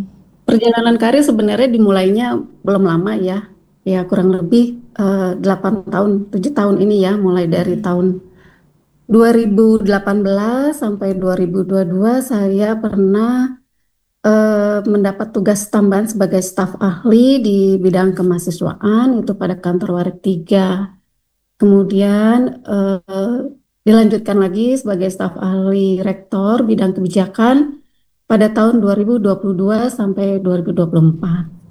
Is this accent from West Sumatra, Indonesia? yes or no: no; Medan, North Sumatra, Indonesia; also born or lived in Aceh; Saya asli Medan, Aceh.